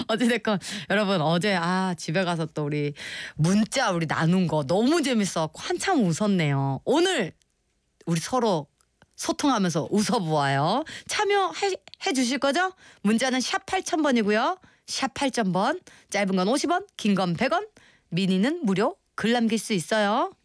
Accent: Busan, South Korea; moved away; 제가 또 부산 교포잖아요, 여러분.

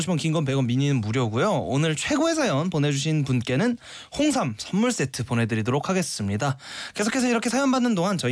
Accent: Goyang, Gyeonggi Province, South Korea

